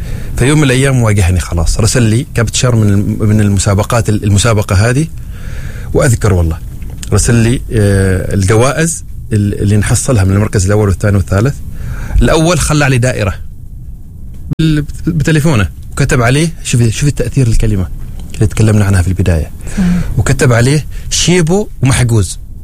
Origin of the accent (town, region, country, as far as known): Oman